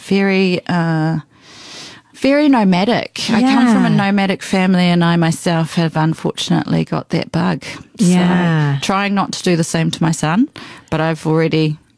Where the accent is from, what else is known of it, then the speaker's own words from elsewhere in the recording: Otaki, Wellington, New Zealand; also born or lived in Perth, Australia; I was born in Wellington, but have had a number of... So then we moved to Australia, living in Perth till I was 7, moved back to New Zealand to Otaki, and that's where I met Mishi.